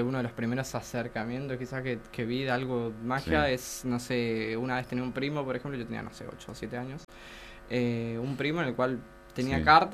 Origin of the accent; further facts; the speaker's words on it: Candelaria, Misiones, Argentina; Yo vengo de Candelaria, por cierto, y quizás, no sé si, no solamente pasa en Candelaria, creo que en general en Misiones, es un arte que por ahí no se ve mucho.